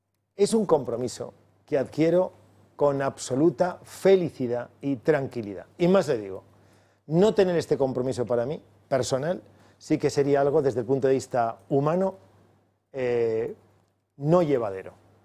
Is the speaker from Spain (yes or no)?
yes; Valencian Community, Spain